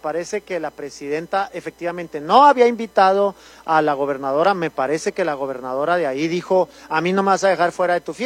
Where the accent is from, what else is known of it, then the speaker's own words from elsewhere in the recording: Chihuahua, Mexico; yo soy de Chihuahua.